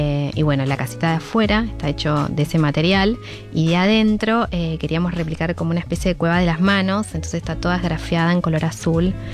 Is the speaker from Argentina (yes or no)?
yes; Rafaela, Santa Fe, Argentina; mi vínculo con Rafaela como que sí, es muy fuerte